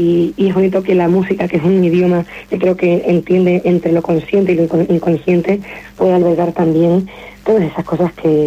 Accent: Canary Islands, Spain; also born or lived in La Palma; la definición de mi familia, de mi tierra y de mí misma siempre va a estar impregnada por de dónde he venido y cómo, los valores con los que he crecido. Pero supongo que en este disco he indagado un poco más en cómo se siente la palmera

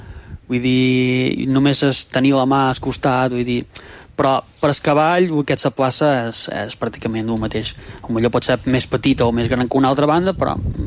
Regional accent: Maó, Balearic Islands, Spain; jo som de Mo

